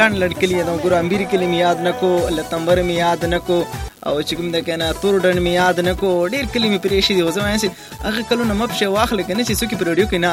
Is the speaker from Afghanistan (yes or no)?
no; Pakistan; نه نه نه زه د پاکستان یم